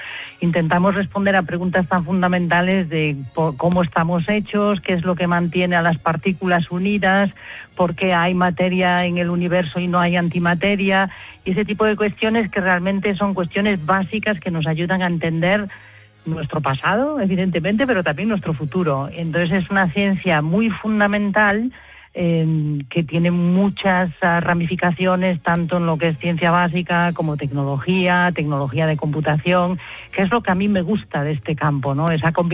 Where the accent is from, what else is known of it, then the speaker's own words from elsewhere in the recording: Santiago de Compostela, Galicia, Spain; moved away as an adult; now in Switzerland; soy, bueno, pues como muchos gallegos que han emigrado y que se han ido de Galicia, pero que todos conservamos esa forma tan gallega de ver la vida